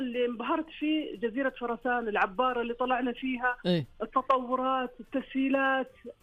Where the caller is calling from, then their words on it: Riyadh, Riyadh Province, Saudi Arabia; أكلم من الرياض